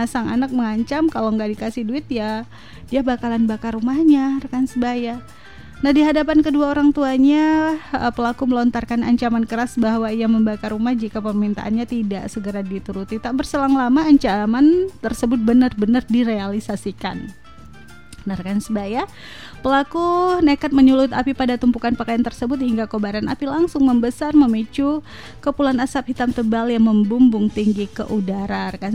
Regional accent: Bireuen, Aceh, Indonesia; Dah, kampung saya nih.

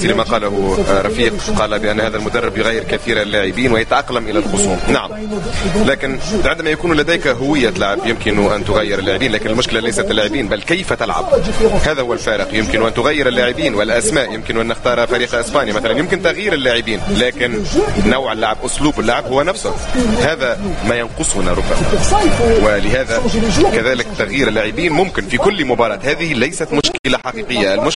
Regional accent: Algeria; وبالنسبة لنا كجزائريين

